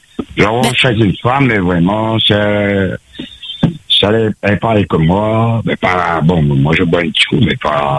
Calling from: Saint-Pierre, Réunion; je suis à Saint-Pierre, voilà.

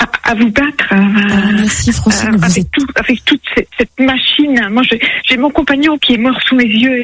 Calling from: Lille, Hauts-de-France, France; J'habite à Lille

